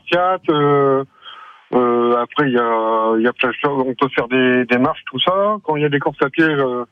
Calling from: Hauts-de-France, France; De Lomprey-les-Amiens.

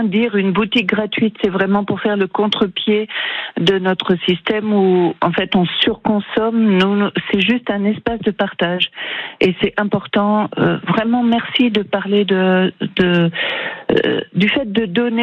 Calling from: Pays de la Loire, France; J'habite à Roisey-sur-Sarthe, à 17 km ouest du Mans.

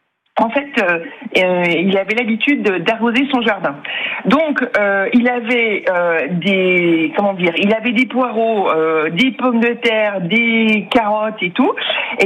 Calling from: Bourgogne-Franche-Comté, France; je suis et pâtissière et confiturière, pas très très loin de Beaune, entre Beaune et Nice-Saint-Georges en fait.

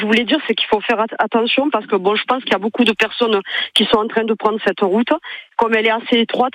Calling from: Perpignan, Occitanie, France; moi, de toute façon, j'habite au Perpignan

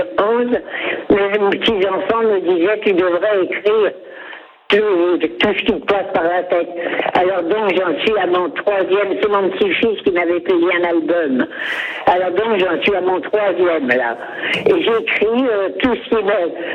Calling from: Normandy, France; Oui, je suis à Islet.

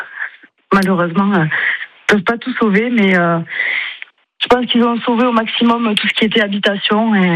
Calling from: Millas, Occitanie, France; moi, personnellement, j'habite sur Mias

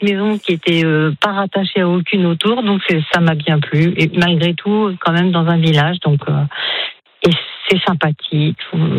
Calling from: May-en-Multien, Île-de-France, France; J'habite à Mets-en-Mulcien.

